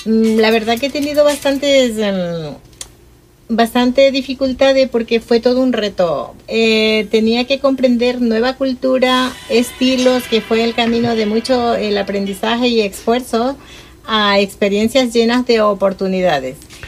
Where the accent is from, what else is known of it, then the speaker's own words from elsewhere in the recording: Ecuador; moved away as an adult; now in Zaragoza, Spain; soy ecuatoriana. Vine aquí a España hace 27 años, de profesión maestra de corte y confección, y en la actualidad diseñadora de moda. Vivo en Zaragoza esos 27 años